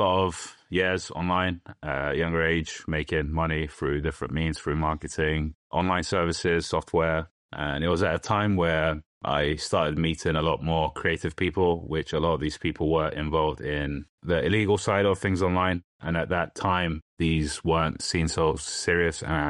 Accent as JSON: {"language": "English", "region": "London", "country": "United Kingdom", "tie": "born or raised there", "said": "Ethnically, I'm Turkish. I grew up in London."}